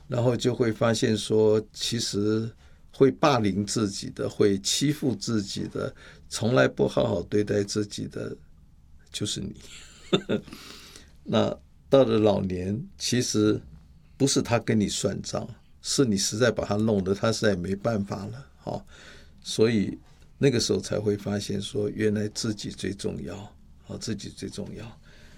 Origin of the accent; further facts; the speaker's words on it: Taiwan; 我们台湾人最会想到那个歇后那一首歌嘛